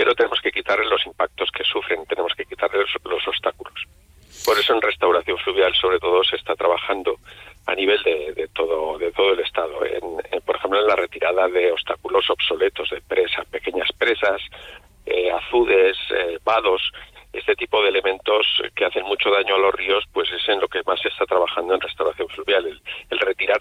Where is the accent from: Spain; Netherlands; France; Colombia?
Spain; Logroño, La Rioja; born there; moved away; Yo que nací en Logroño y relativamente cerca, en la calle R. Díaz